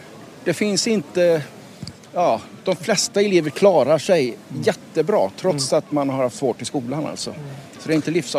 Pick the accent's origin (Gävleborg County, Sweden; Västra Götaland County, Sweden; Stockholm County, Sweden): Västra Götaland County, Sweden; Lidköping; Jag är från Lidköping